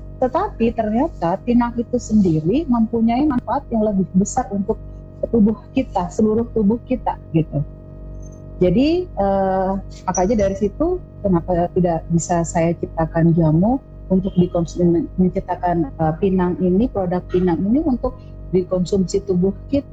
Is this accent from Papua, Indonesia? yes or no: yes; Jayapura, Papua, Indonesia; Tapi saya lahir besar di Papua, di Jayapura. Jadi sudah kayak bagaimana ya? campur-campur. Kalau di rumah orang tua memang membudayakan untuk berbahasa Jawa.